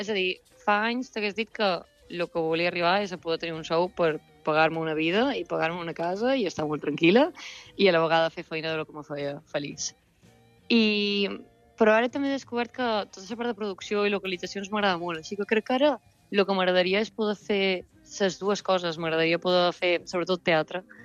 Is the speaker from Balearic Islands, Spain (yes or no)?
yes; Palma, Balearic Islands, Spain; moved away as an adult; now in London, United Kingdom; Jo sóc de Palma, sóc de Santa Catalina.